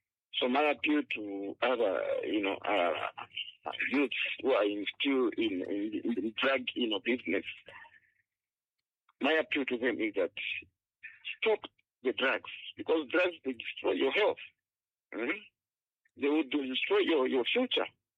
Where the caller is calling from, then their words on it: Zambia; I'm calling from Kalundu Market